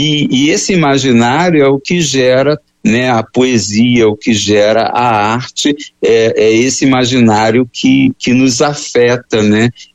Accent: Rio de Janeiro, Brazil; Eu sou do Rio de Janeiro, e então, assim, eu tive na minha criação pouco contato com o Rio São Francisco

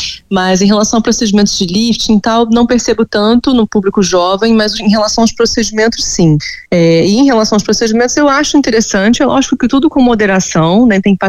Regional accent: Rio de Janeiro, Brazil

